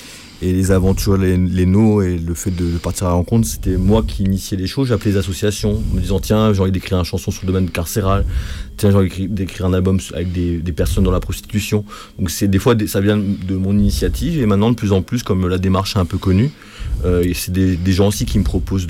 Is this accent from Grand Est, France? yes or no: yes; Grand Est, France; Ouais, moi je suis du Grand Est. Moselle.